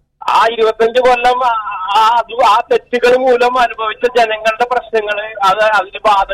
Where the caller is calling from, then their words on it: Kerala, India; നമ്മള് കേരളത്തില്